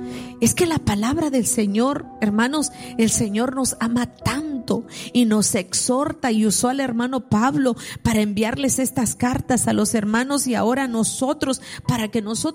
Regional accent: El Salvador; Yo soy así, las del Salvador somos así.

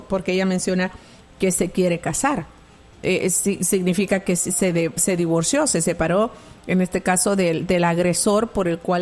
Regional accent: Mexico; Soy de México y nunca he salido.

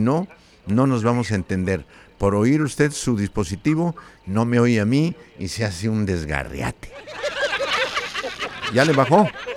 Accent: Tlaltenango de Sánchez Román, Zacatecas, Mexico; moved away; saludos, Humberto, desde, déjenme ver, desde Tlaltenango.

